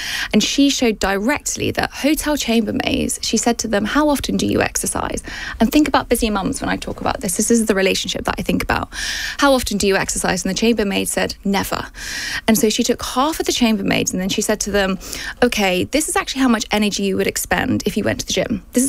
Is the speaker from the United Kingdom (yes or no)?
yes; Portsmouth, South East England, United Kingdom; moved away; also born or lived in New York; And I was from Portsmouth, and these things just didn't happen.